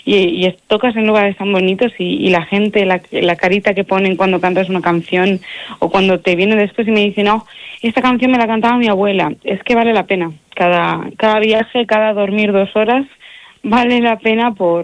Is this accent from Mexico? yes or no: no; Spain; now in Madrid, Spain; es que realmente mi pueblo es Martí Agosta, realmente alejado de España en general, está al lado de Portugal, en la raya, por esa zona